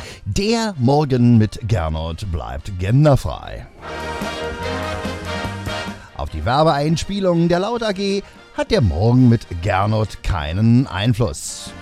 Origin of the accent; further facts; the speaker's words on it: East Germany, Germany; weil ich selbst ein Kind der DDR bin. Ich bin ja ein Kind von Erich Honecker, ne? So ein sozialistisch erzogener Jungpionier.